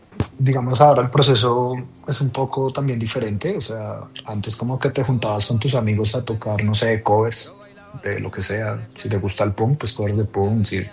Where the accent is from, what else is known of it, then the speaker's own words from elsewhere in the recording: Colombia; el baile es demasiado importante en nosotros, ¿no? Como cultura, como colombianos, como latinos.